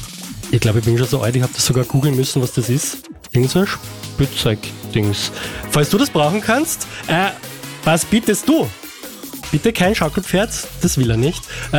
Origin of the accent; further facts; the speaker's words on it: Lower Austria, Austria; ich meine aus meiner Heimat, aus dem Waldviertel, kommt da von Markus.